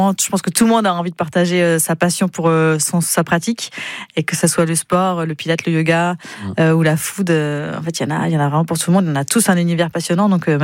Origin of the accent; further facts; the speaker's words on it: Centre-Val de Loire, France; comme on est issu de la Touraine